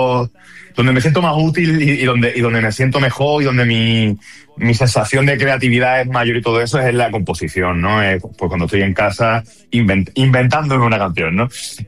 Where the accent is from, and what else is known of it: Málaga, Andalusia, Spain